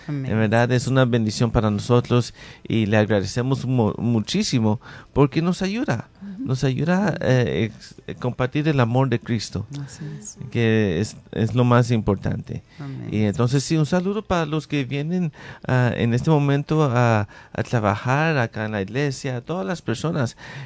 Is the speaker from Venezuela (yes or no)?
yes; Venezuela; now in Tennessee, United States; Le dije que soy de Venezuela, pero estoy acá en los Estados Unidos. Y después me preguntó qué estado y le dije Tennessee.